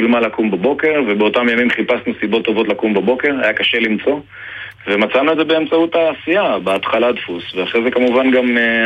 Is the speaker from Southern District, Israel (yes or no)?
yes; Kissufim, Southern District, Israel; now in Be'eri, Israel; כי אני גדלתי בכיסופים, ובאמת עברתי לבארי לפני 20